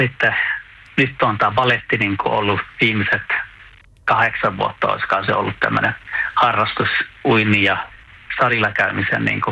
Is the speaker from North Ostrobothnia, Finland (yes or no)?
yes; Haukipudas, North Ostrobothnia, Finland; moved away as an adult; also born or lived in Oulu; now in Stockholm, Sweden; Oulusta päin tuun alun perin, ja on tämmöinen Nokia-lapsi, että kasvoin siellä Haukiputaalla ihan Nokia tuolta tehtaan vieressä